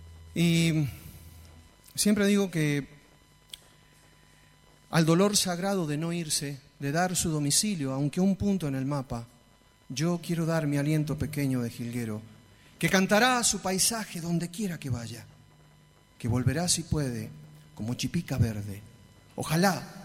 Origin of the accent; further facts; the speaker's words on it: Ingeniero Giannoni, Mendoza, Argentina; moved away; mi pueblo, que es el lugar de donde provengo, que se llama Ingeniero Giannoni